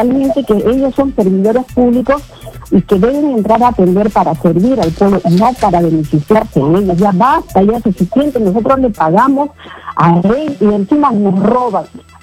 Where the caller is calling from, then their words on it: Peru; todos somos peruanos.